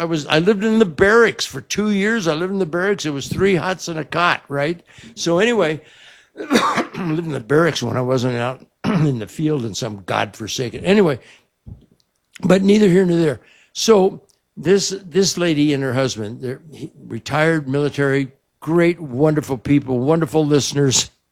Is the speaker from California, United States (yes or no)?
yes; Pacific Palisades, California, United States; And I grew up in Southern California. Pacific Palisades. We moved down closer to El Toro.